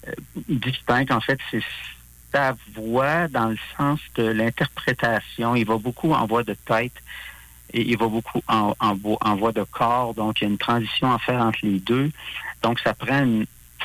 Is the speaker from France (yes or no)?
no; Thetford Mines, Quebec, Canada; moved away as an adult; now in Quebec City, Canada; Moi, je suis originaire de Thetford Mines.